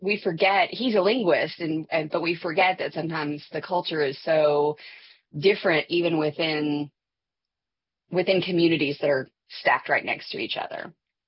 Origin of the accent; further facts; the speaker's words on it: Appalachia, United States; Because I am from Appalachia and side of the state, my ideas of folk life and culture can be very different, just people who live just an hour west of me.